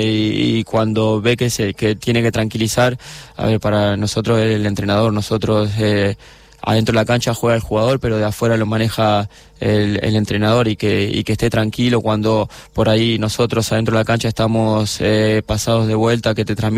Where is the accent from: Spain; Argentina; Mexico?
Argentina; más que yo soy de Argentina